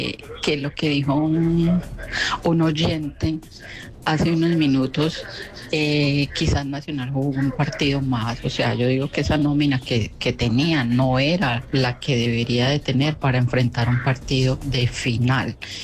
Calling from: San Joaquín, Antioquia, Colombia; de San Joaquín.

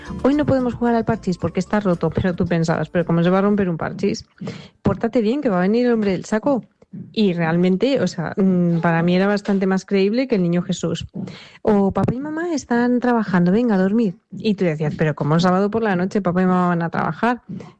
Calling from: Quintana Roo, Mexico; de Quintana Roo

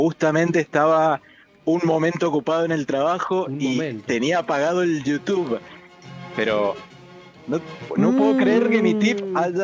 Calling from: La Consulta, Mendoza, Argentina; Soy de La Consulta, San Carlos

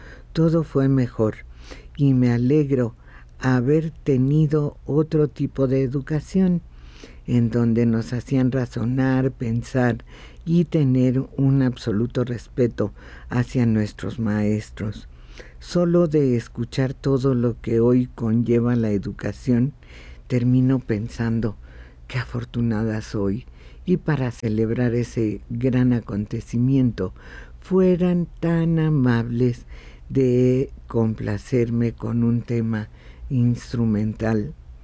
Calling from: Naucalpan, State of Mexico, Mexico; de Naucalpan, en el Estado de México.

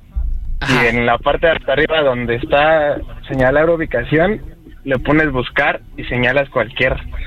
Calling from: Mexico City, Mexico; yo soy de Azcapo.

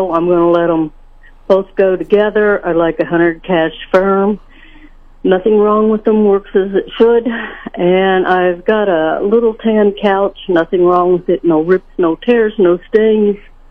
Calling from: Sedalia, Missouri, United States; Hi, I'm calling from Sedalia, Missouri

